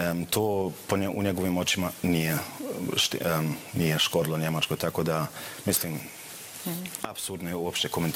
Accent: Germany; moved away; ja sam rođen i odrastao u Njemačku

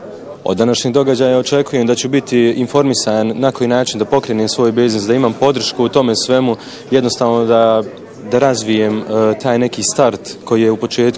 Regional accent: Lukavac, Federation of Bosnia and Herzegovina, Bosnia & Herzegovina; Dolazim iz Lukavca. Prije jednu godinu sam se vratio iz inostranstva ponovo u svoju matičnu zemlju.

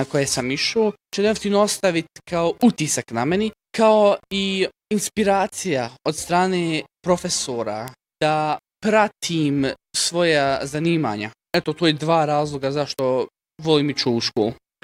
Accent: Tuzla, Federation of Bosnia and Herzegovina, Bosnia & Herzegovina; Rođen i živim u Tuzli. Tuzlu ne bi dao za dobar dio para.

